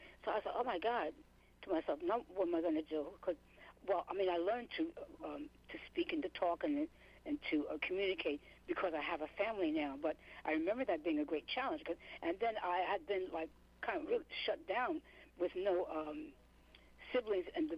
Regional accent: New York, United States; Oh, well, as a New Yorker, brought up in the streets with, now, some of my family were kind of in and out

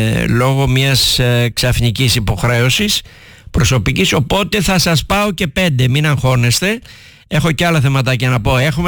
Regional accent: Patras, Western Greece, Greece; σαν πατρινός

